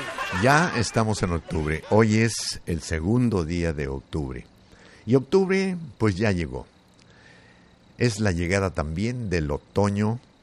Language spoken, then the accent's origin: Spanish; Tlaltenango, Zacatecas, Mexico; born or raised there; moved away